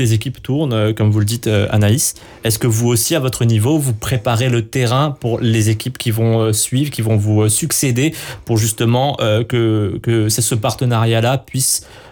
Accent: Mauritius; On a, en tant que mauricien, on n'est pas forcément exposé à ce que représente un libraire, un distributeur, un éditeur, etc.

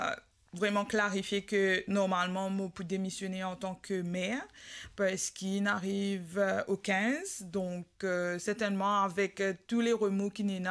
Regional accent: Mauritius; also born or lived in Rodrigues; moi en tant qu'une jeune, femme et mauricienne patriote

